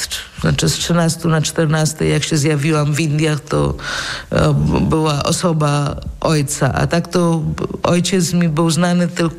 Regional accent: Warsaw, Masovian Voivodeship, Poland; born there; Ja się urodziłam w Warszawie w 1966 roku, w zimie.

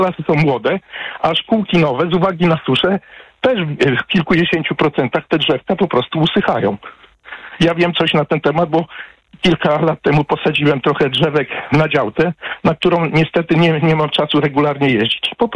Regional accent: Radzymin, Masovian Voivodeship, Poland; Urodziłem się niedaleko od Warszawy, bo w Radzyminie

